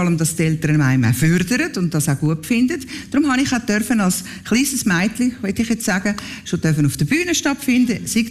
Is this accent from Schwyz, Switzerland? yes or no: yes; Schwyz, Switzerland; wir sind wohlbehütet in der Schweiz am Hauptplatz aufgewachsen. Es war vis-à-vis das Rathaus, wir im Patrizierhaus, gerade vis-à-vis